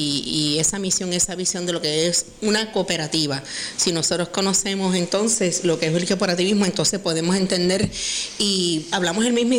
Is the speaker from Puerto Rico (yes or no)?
yes; Puerto Rico; nosotros tenemos como puertorriqueños y puertorriqueñas, caficultoras y caficultoras